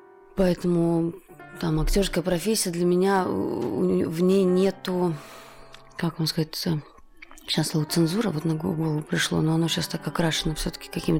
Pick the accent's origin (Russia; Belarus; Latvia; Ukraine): Latvia; Russian is a second language; Потому что я латышка, иностранная гражданка.